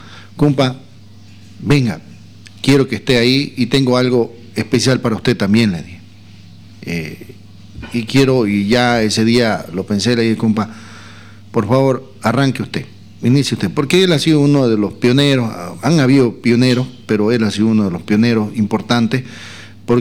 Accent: Santa Cruz, Bolivia; Porque ha cambiado mucho también nuestro Valle Cruceño.

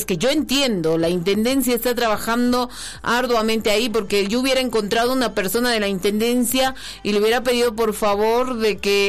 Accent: Potosí, Bolivia; ya es normalazo para nosotros que somos potosinos

